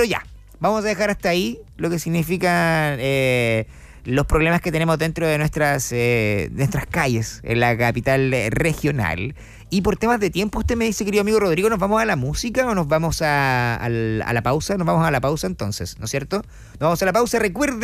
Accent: Chillán, Ñuble, Chile; nosotros también somos ciudadanos de Chillán

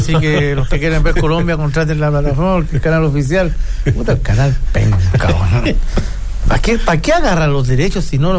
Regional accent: Chile; nosotros los chilenos

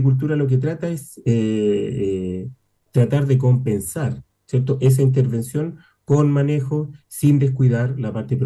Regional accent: Santiago, Santiago Metropolitan, Chile; yo soy de Santiago.

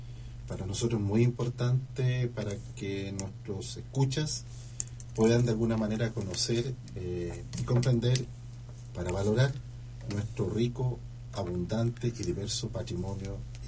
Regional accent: Talca, Maule, Chile; also born or lived in Ñuñoa, Santiago, Chile; yo nací efectivamente en Santiago, en Ñuñoa, pero desde los 3 años en adelante he vivido en Talca. He estudiado en Talca y me he formado en Talca.

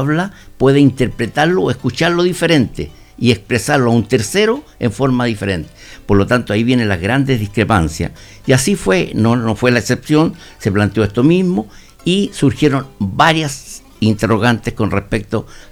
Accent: Cardenal Caro Province, O'Higgins, Chile; De su tierra. Pero exactamente, mi tierra

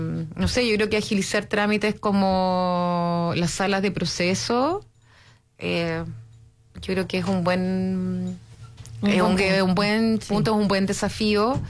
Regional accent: Santiago, Santiago Metropolitan Region, Chile; now in rural area, Chile; yo soy de Santiago, donde la rutina es súper loca

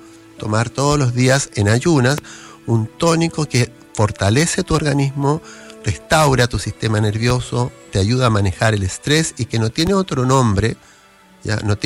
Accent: Chile; somos millones los chilenos que necesitamos tomarlo.

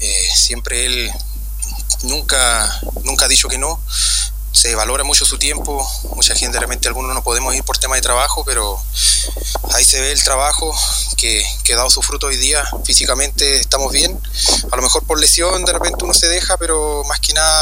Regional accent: Villa Mañihuales, Aysén, Chile; Soy de Villa Mañiguales y un orgullo representar a la comuna.

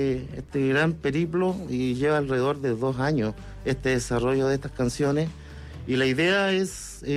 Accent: Coquimbo, Chile; also born or lived in Copiapó; Nosotros somos de la cuarta región de Coquimbo, si bien yo nací en Copiapó.

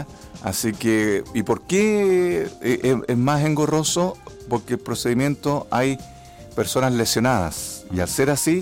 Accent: southern Chile, Chile; somos del sur de Chile

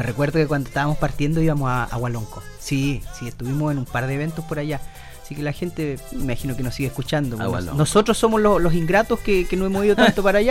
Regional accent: Longaví, Maule, Chile; Felices de estar en Longaví, bueno, en mi tierra. La verdad, chuta, yo soy de Longaví, nacido y criado.

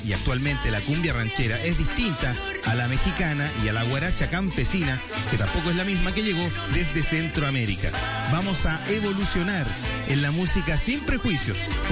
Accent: Chile; Los chilenos somos latinoamericanos

